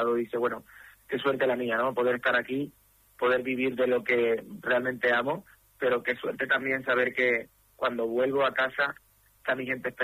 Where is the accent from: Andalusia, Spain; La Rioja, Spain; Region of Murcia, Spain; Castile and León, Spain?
Andalusia, Spain; Palma del Río; now in San Martín de Valdeiglesias, Spain; Yo soy cordobés, de Palma del Río, andaluz. Llevo mi tierra por bandera